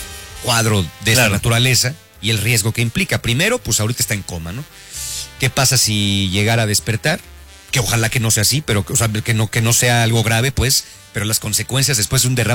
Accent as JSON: {"language": "Spanish", "country": "Mexico", "said": "porque somos mexicanos."}